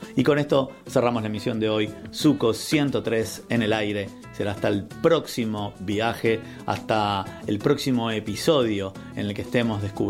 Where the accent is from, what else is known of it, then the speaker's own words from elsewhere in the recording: Brazil; periodo también me trajo mucha nostalgia, muchos recuerdos entrañables de mi familia, de mis amigos, de mi infancia en Brasil.